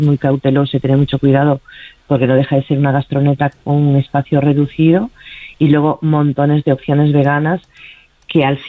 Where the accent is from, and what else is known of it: Galicia, Spain; born or raised there; also born or lived in Madrid